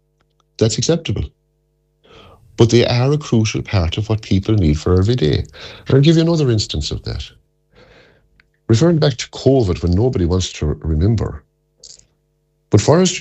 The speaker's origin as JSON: {"language": "English", "region": "Connacht", "country": "Ireland", "said": "I come from East Galway. The Slieve Ochty Mountains in East Galway, there's a huge coverage of Sitka spruce."}